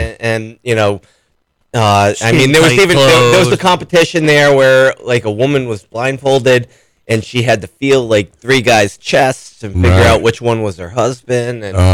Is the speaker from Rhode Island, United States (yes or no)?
yes; Pawtucket, Rhode Island, United States; relocate from Pawtucket, where, you know, I grew up in Rhode Island.